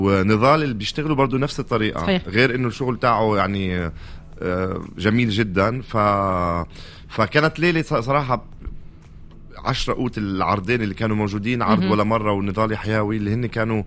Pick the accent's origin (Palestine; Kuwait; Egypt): Palestine; كفلسطيني حتى في تونس بنحس حالنا عن جد في بلدنا